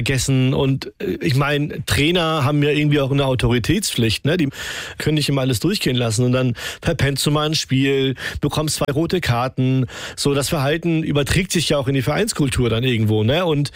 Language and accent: German; Ulzburg, Schleswig-Holstein, Germany; born there; Ich bin hier geboren, 88, in Ulzburg. So, spreche Hochdeutsch. Mit meiner Heimat habe ich so wenig zu tun.